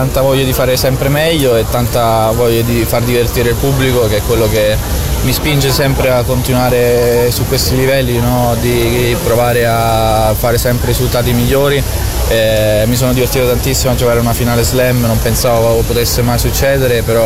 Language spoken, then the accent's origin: Italian; Rome, Lazio, Italy; ma con sangue fiorentino, quindi è un mix che mi si addice perfettamente, anche perché alla fine sono cresciuto a Roma, però le origini sono origini